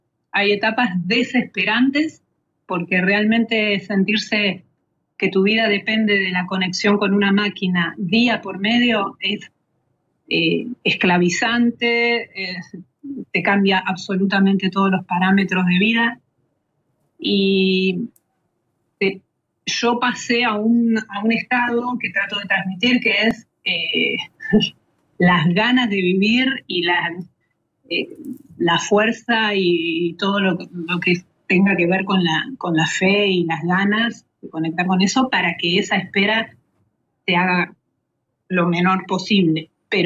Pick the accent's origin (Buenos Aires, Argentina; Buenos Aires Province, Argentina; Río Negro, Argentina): Río Negro, Argentina; San Carlos de Bariloche; now in Córdoba, Argentina; nos habíamos conocido en Bariloche, somos las dos de Bariloche